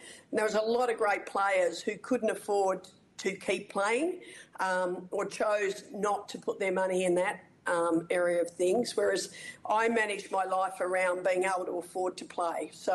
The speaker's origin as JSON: {"language": "English", "town": "Melbourne", "region": "Victoria", "country": "Australia", "tie": "born or raised there", "said": "I grew up in Melbourne"}